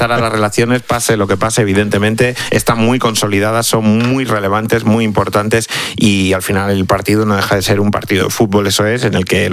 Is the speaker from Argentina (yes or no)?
no; Cáceres, Extremadura, Spain; Yo, por ejemplo, que que soy de Cáceres, que soy de Extremadura